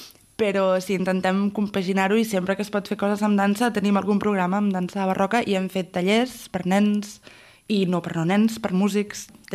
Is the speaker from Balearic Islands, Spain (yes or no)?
yes; Balearic Islands, Spain; Som de Menorca, sí.